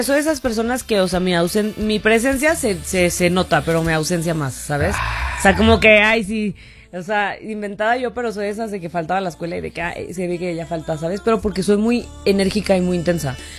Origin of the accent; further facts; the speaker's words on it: Tampico, Tamaulipas, Mexico; Y como yo soy de Tampico, Tamaulipas, pues yo sí crecí mucho escuchando el norteño.